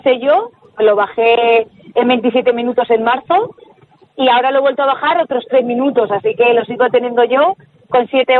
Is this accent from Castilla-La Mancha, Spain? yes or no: yes; Almagro, Castilla-La Mancha, Spain; soy de Almagro, de Ciudad Real, de Castilla-La Mancha